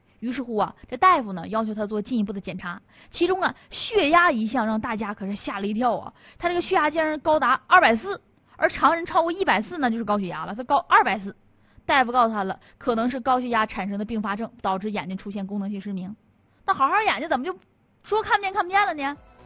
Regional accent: Northeast China, China

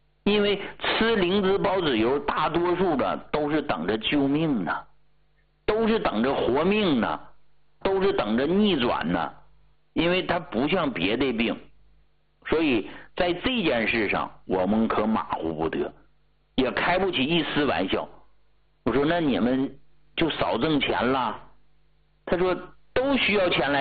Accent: Hegang, Heilongjiang, China; moved away; 我说我祖籍是山东蓬莱的，但是呢我是在黑龙江长大的啊，黑龙江鹤岗的啊。小周看了看我说，哦，怪不得呢啊，你这也是东北人，咱都是老乡。

